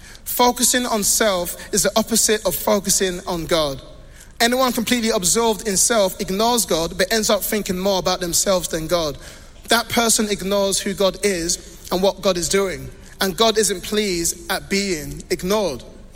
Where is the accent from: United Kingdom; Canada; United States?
United Kingdom; London; also born or lived in Congo; I'm from London. I'm from Congo.